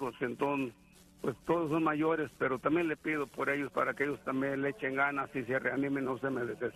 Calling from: Omaha, Nebraska, United States; le hablo de Omaha, Nebraska.

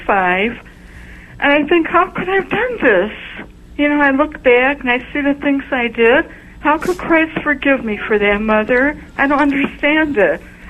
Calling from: Chicago, Illinois, United States; from Chicago, Illinois.

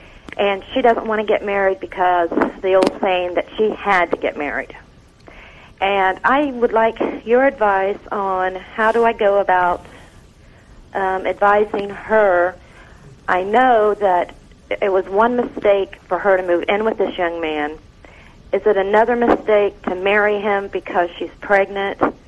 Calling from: Ohio, United States; I'm from Ohio.

